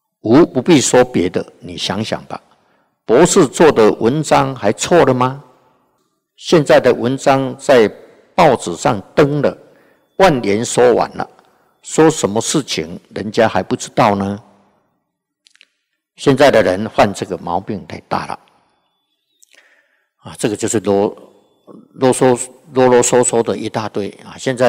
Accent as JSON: {"language": "Chinese", "region": "Taichung", "country": "Taiwan", "said": "他是彰化人，我们是台中人。"}